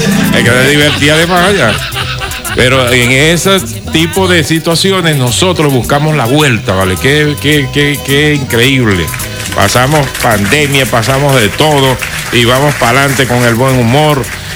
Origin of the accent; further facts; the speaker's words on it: Venezuela; el venezolano es uno de los seres humanos más felices del mundo